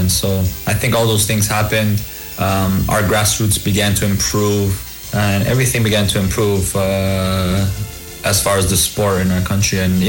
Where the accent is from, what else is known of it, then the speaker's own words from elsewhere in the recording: Toronto, Ontario, Canada; to be able to say that playing for my city, my hometown city, is it's something